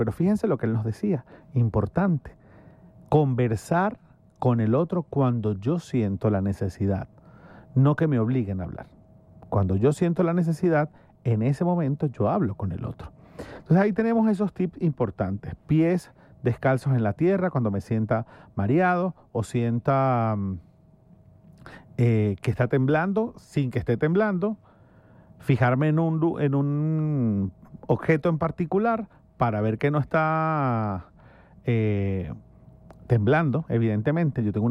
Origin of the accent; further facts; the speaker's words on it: Maracaibo, Zulia, Venezuela; yo soy de Maracaibo